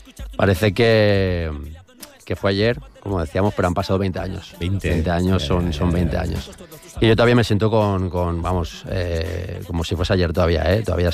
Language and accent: Catalan; Valencian Community, Spain; Soc valencià, soc valencià. Podem parlar valencià